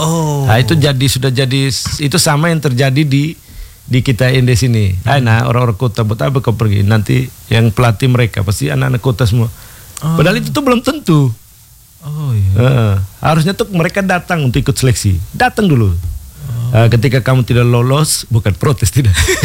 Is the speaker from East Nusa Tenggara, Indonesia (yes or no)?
yes; East Nusa Tenggara, Indonesia; Saya orang Lio juga.